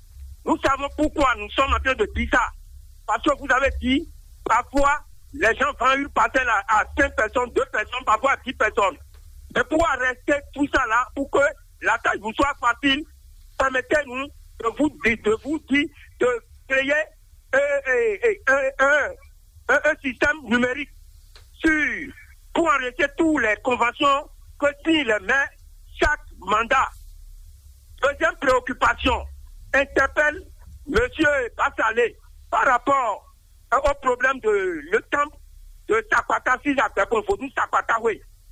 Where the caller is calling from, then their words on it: Porto-Novo, Ouémé, Benin; je vous appelle depuis Voleta 2 Port-de-Nouveau.